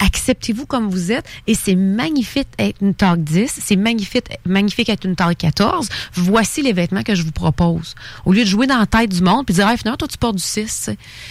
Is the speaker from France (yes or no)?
no; Thetford Mines, Quebec, Canada; Moi, je viens de Tetford Mines.